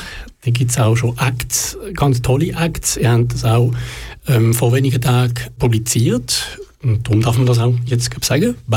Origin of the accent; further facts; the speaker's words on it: Basel, Basel-Stadt, Switzerland; Ich als Basler würde es wahrscheinlich falsch aussprechen.